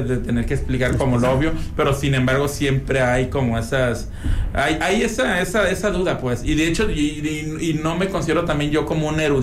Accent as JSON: {"language": "Spanish", "country": "Mexico", "said": "todos somos mexicanos"}